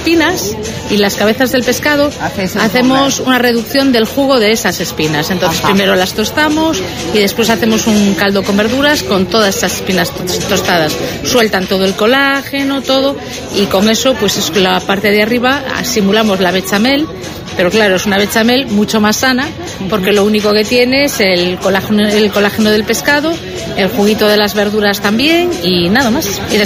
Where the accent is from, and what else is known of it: Ourense, Galicia, Spain